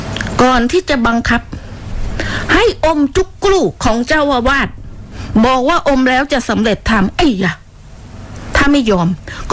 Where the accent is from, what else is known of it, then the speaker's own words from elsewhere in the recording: Phuket, Thailand; born there; ดิฉันนี่เกิดมาเป็นคนภูเก็ตโดยกำเนิดนะเกิดถนนดีบุก